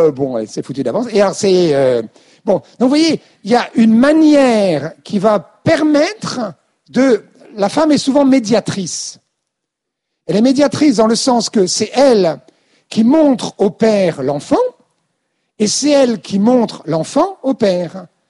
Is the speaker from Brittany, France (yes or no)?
yes; Quimper, Brittany, France; born there; moi j'étais en Bretagne quand j'étais enfant, donc à Quimper, Finistère